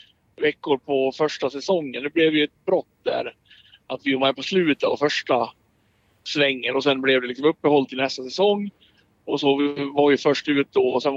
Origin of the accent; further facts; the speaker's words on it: Borlänge, Dalarna County, Sweden; Det är väl inte så många som bryr sig hemma i Borlänge liksom.